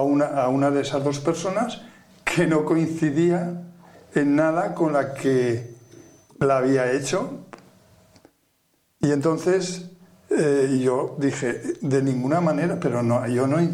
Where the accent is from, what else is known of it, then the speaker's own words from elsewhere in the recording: Aragon, Spain; de la provincia de Huesca, de donde soy yo